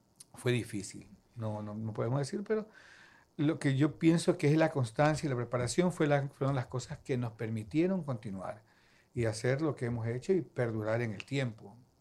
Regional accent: Guayaquil, Guayas, Ecuador; Un barrio popular, era Abel Castillo y Venezuela.

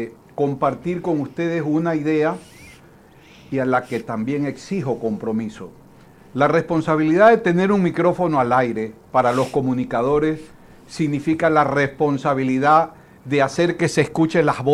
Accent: Ecuador; quienes usamos el aeropuerto, que no solamente somos los ecuatorianos, sino los extranjeros, porque es la entrada a nuestra ciudad.

